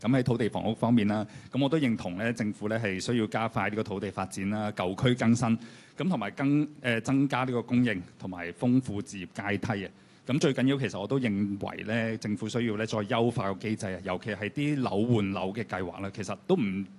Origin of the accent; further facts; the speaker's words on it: Hong Kong; 咁啊喺西貢區土生土長有30多年嘅居民。